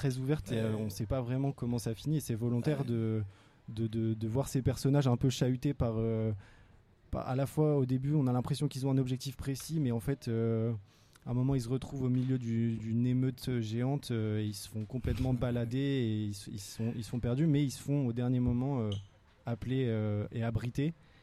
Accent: Brest, Brittany, France; je suis de Brest, du coup j'ai des connexions là-bas.

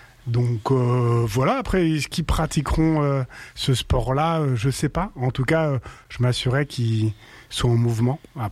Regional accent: France; also born or lived in Ethiopia; je suis né en 1990, je suis né en Éthiopie, mais j'ai grandi en France depuis l'âge de mes 2 ans

